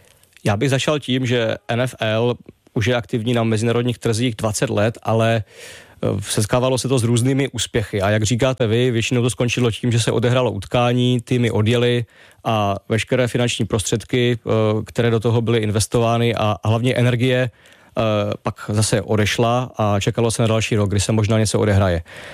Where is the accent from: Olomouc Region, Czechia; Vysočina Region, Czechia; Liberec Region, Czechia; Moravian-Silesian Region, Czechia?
Moravian-Silesian Region, Czechia; Ostrava; Já jsem z Ostravy